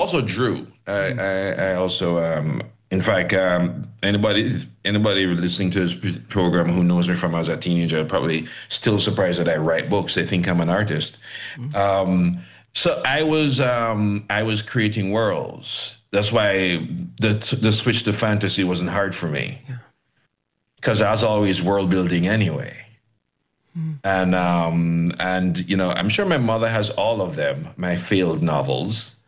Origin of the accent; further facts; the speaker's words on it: Jamaica